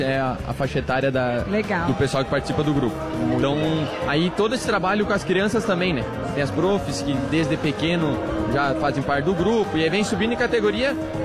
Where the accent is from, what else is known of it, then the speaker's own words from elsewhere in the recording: South Region, Brazil; tu é brasileiro, que tu tá na República Tcheca falando em alemão